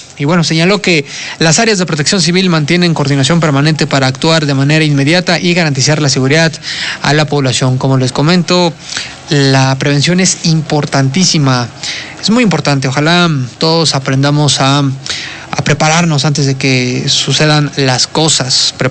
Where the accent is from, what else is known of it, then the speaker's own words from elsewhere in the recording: Mexico; ya como mexicanos tenemos mucha experiencia